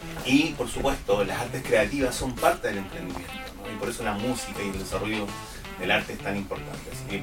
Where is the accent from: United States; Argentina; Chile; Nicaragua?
Chile